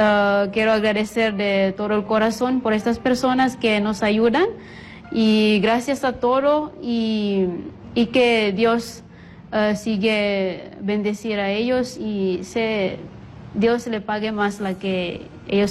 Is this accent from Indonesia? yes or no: yes; Indonesia; Spanish is a second language; now in Mexico; nosotros somos muy abiertos, muy espirituales, así es. En Indonesia